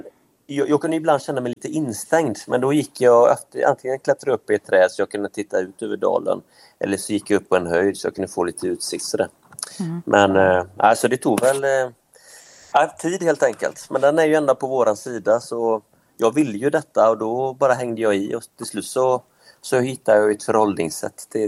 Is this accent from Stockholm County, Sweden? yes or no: no; Västra Götaland County, Sweden; born there; Jag är ju född på nu utanför Göteborg.